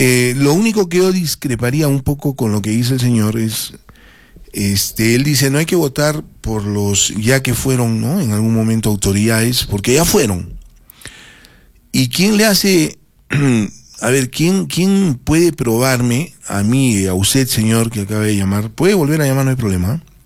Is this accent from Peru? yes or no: yes; Cerro Colorado, Arequipa, Peru; allá en mi barrio, porque yo también soy de Cerro Colorado.